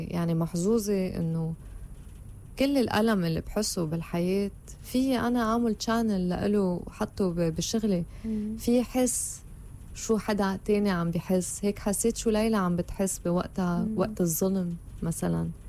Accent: Lebanon; وأنا كنت هيك عم فكر كلبنانية، أنا بس بدي أعيش، أنا بس بدي أعيش. 60% من حياتي عشتها حروب.

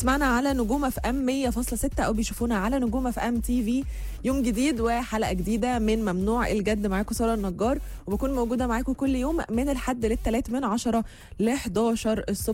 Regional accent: Egypt; احنا كمصريين

